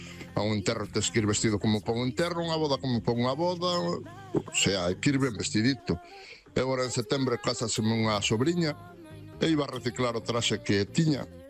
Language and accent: Galician; Vigo, Galicia, Spain; Bos días, equipo